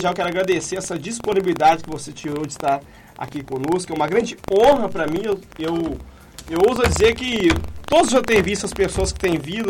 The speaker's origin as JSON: {"language": "Portuguese", "town": "Itaperuna", "region": "Rio de Janeiro", "country": "Brazil", "said": "nós somos brasileiros, temos que trabalhar. E que alegria estar aqui hoje, Itaperuna! Hoje eu estou frente a frente com Paulo, um dos maiores nomes do futebol da nossa cidade, da nossa região"}